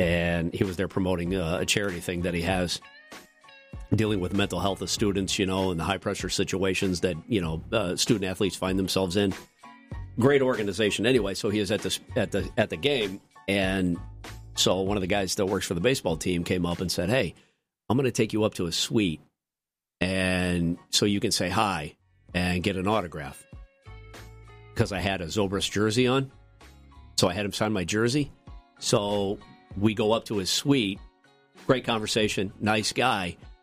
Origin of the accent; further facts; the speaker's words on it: United States; I grew up in Washington.